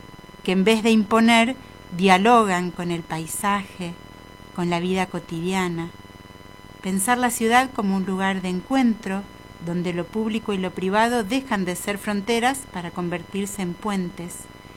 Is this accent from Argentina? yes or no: yes; Patagonia, Argentina; soy cantora de la Patagonia.